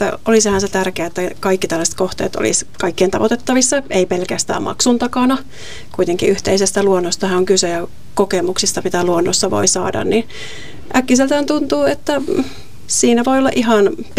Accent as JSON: {"language": "Finnish", "town": "Kuopio", "region": "North Savo", "country": "Finland", "said": "olen Kuopiosta."}